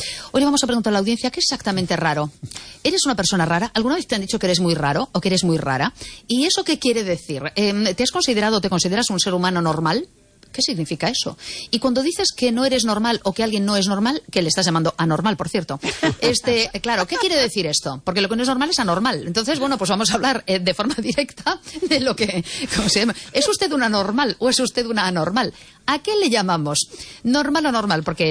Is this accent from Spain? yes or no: yes; Galicia, Spain; ¿Cómo es posible que seas gallega y no te emocione?